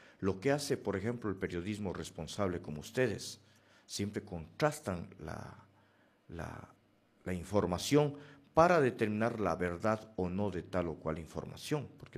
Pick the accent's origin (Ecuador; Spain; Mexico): Ecuador; Morona Santiago; soy de Morona Santiago, siento orgullo de ser de mi tierra y aquí estoy, aquí está un hijo de Morona Santiago